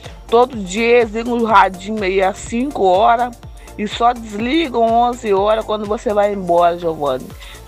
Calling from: Brazil; Aqui quem está falando é … do bairro Morada Nova, Mãe Mirim.

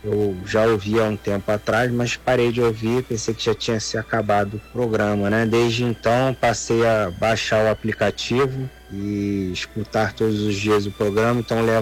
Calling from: Petrópolis, Rio de Janeiro, Brazil; sou de Petrópolis, Rio de Janeiro.

